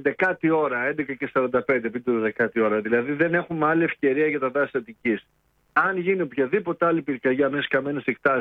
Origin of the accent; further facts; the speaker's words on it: Lemnos, North Aegean, Greece; γιατί κατάγομαι από τη Λίμνο.